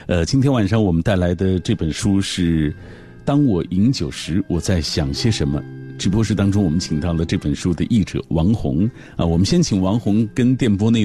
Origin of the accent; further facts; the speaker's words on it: China; 我们中国人有一句话说，小酒怡情，大酒伤身